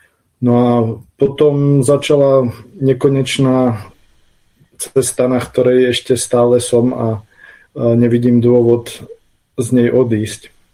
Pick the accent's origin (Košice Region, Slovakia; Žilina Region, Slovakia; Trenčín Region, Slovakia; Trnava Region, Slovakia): Žilina Region, Slovakia; Martin; Takže som nabehol do Slovenskej národnej knižnice v Martine, pretože ja som z Martina.